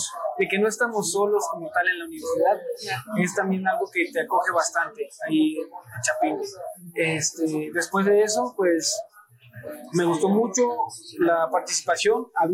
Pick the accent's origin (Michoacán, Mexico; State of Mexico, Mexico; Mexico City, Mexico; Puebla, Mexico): Puebla, Mexico; Esa identidad de decir, sabes que soy poblano, sí.